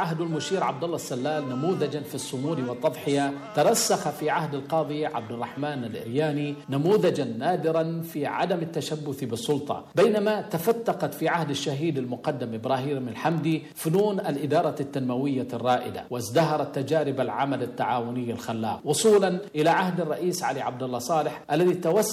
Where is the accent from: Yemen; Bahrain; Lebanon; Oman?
Yemen; إلا أننا كيمنيين منذ قيام دولة الثورة نعيش في ظل نظام حكم يتداول عليه أفراد من بيننا